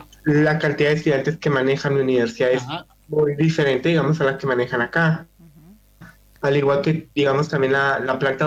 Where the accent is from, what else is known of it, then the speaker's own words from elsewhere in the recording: Sogamoso, Boyacá, Colombia; moved away as an adult; now in Concordia, Argentina; Yo vengo de, pues, como su madre ya lo mencionó, del país de Colombia, más específicamente del departamento de Boyacá, de la ciudad de Sogamoso.